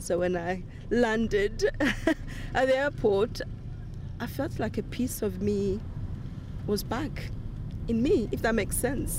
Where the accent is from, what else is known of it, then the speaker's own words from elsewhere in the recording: Rwanda; I am from Rwanda, and I lived through the genocide, Hutu, in 1994. And these events really changed the course of my life and the life of every Rwandan that I know.